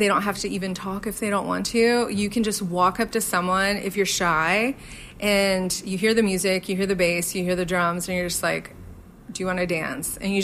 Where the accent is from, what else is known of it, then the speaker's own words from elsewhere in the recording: Louisiana, United States; now in Nashville, United States; I moved here from Southwest Louisiana 11 years ago, and I realized that I was already a musician.